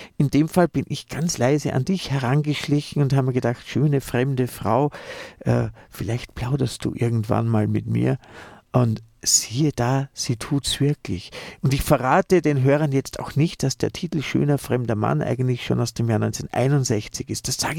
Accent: Vienna, Austria; now in Salzburg, Austria; ich bin ja als Wiener im Salzburger Land.

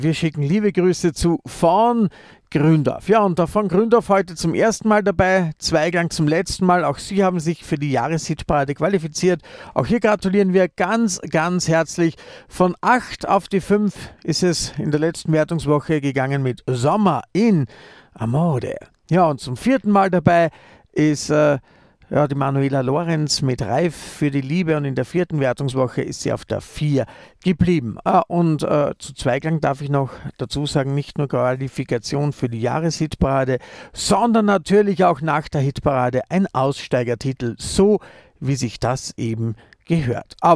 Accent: Austria; Am Dienstag 20 bis 22 Uhr gibt es wieder Musik aus meinem Heimatland. Made in Austria heißt es dann.

